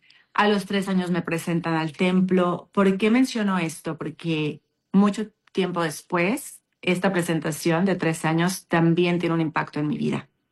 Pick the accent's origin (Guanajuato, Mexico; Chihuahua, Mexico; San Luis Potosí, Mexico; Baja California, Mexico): Guanajuato, Mexico; León; born there; soy mexicana, nacida en la ciudad de León, Guanajuato, un 21 de febrero de 1980, próxima a cumplir un año más de vida